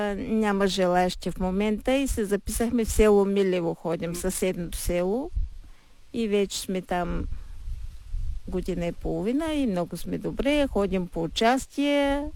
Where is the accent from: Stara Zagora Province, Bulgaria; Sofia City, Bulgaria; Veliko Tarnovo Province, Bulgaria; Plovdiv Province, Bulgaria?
Plovdiv Province, Bulgaria; Parvomay; Ние в нашата къща, примерно, аз съм от Първомай и цял живот оранжерии гледахме.